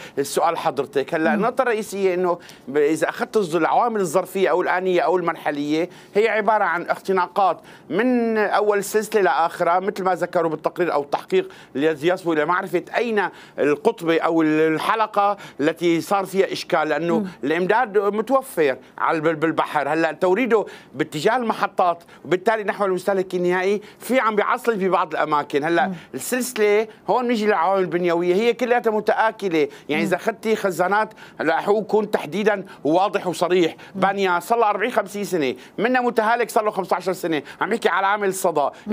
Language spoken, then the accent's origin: Arabic; Syria; إحنا استعدنا الحقول كلياتنا كسوريين